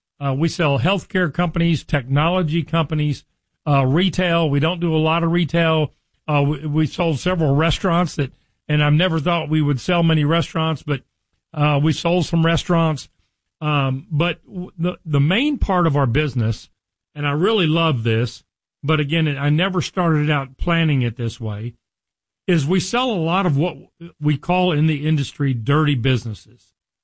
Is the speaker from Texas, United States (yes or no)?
yes; Richardson, Texas, United States; you know, I grew up here in North Texas. I grew up in Richardson.